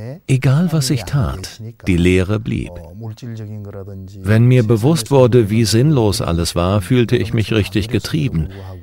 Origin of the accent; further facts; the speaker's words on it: North Gyeongsang, South Korea; Aber ich komme aus Südkorea. Ich bin in der nördlichen Provinz Gyeongsang geboren und auch aufgewachsen.